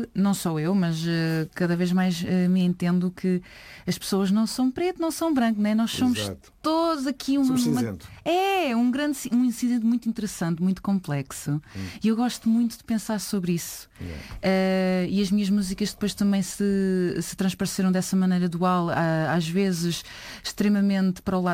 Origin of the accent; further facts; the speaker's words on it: Cadaval, Centro, Portugal; Sou da aldeia do Vilar, no concelho do Cadaval